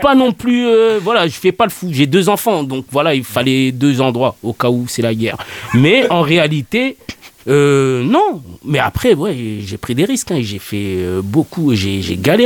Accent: France; born there; Je dis on parce que je m'y inclus, je suis né en France, je me sens français.

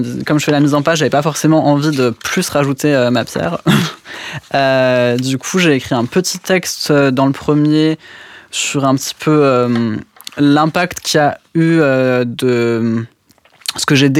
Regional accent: Auvergne-Rhône-Alpes, France; also born or lived in Lyon; moi, j'ai pas grandi dans le Nord, j'ai grandi dans l'Ain.

